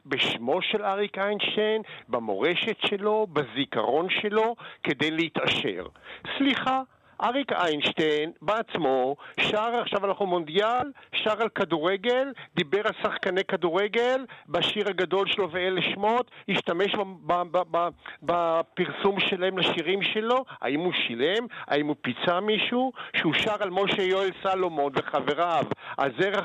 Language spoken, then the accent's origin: Hebrew; Tel Aviv, Tel Aviv District, Israel; תשמע, אני יליד תל אביב.